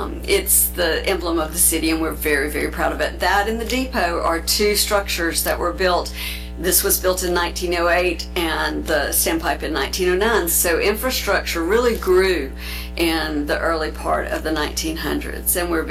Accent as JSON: {"language": "English", "town": "Honea Path", "region": "South Carolina", "country": "United States", "tie": "born or raised there", "lives_now": "Belton, United States", "said": "And even though I had grown up in neighboring Honeyapath, out in the country of Creightonville, they welcomed me"}